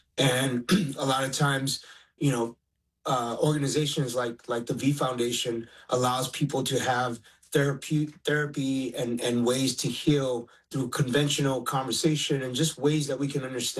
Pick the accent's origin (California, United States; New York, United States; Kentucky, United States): California, United States; Los Angeles; I'm a proud Native American kid from East L.A., born in Boyle Heights. And, you know, I'm Native American and Mexicano.